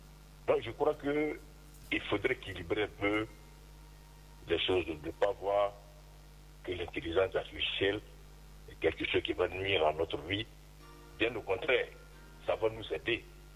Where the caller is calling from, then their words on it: Abidjan, Côte d’Ivoire; Je appelle de Yopougon.